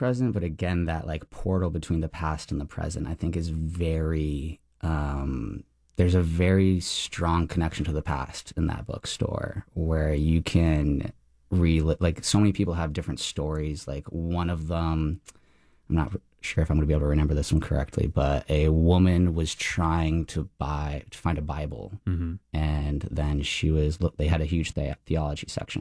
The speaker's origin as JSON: {"language": "English", "town": "St. Petersburg", "region": "Florida", "country": "United States", "tie": "born or raised there", "said": "Honestly, like growing up in St. Pete, there's never been a good comic book store or like indie zine shop."}